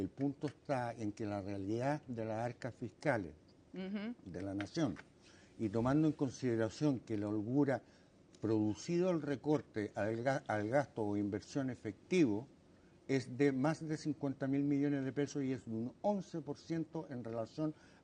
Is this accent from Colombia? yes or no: no; Basque Country, Spain